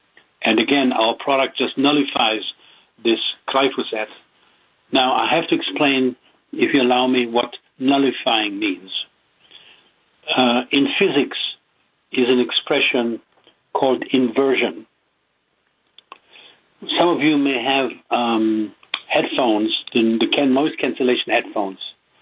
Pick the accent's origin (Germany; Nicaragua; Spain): Germany; accent: strong German; English is a second language; moved away as an adult; now in United States; with my strong German accent. I came to the United States as an adult, so I didn't live here all my life. I moved to the United States 25 years ago